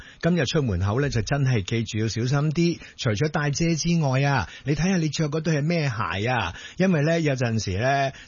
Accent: China; 所以由唐代開始呢，我們中國人的文化呢真的沒得輸的。

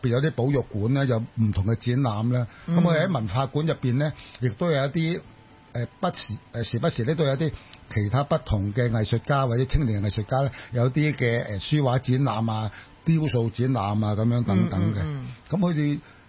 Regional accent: Chaozhou, Guangdong, China; 我都系潮州人。

